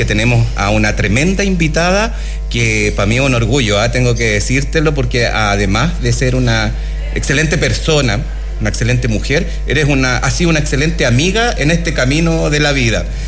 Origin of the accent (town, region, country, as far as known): Chile